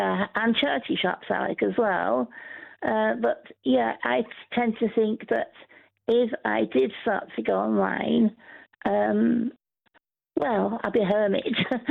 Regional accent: Northwich, North West England, United Kingdom; moved away; I returned home to my hometown, Northwich in Cheshire

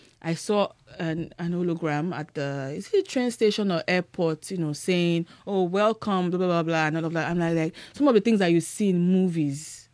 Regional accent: Ibadan, Oyo, Nigeria; I grew up in Ibadan.

